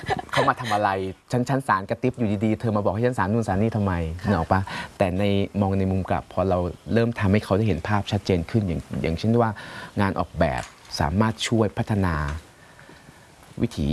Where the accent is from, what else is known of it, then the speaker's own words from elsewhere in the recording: Chiang Mai, Thailand; ตัวนี้คือเอาภายในจังหวัดเชียงใหม่คือเป็นจังหวัดบ้านเกิดของเราเอง